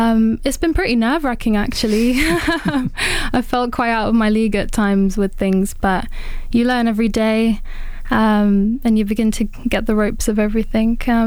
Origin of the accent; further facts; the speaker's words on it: Leicester, East Midlands, United Kingdom; moved away as an adult; now in Leeds, United Kingdom; So I'm born and raised in Leicester and lived there my whole life.